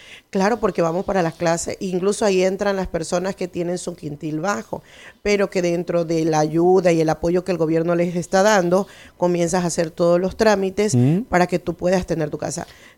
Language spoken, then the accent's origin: Spanish; Ecuador; nosotros debemos, como ecuatorianos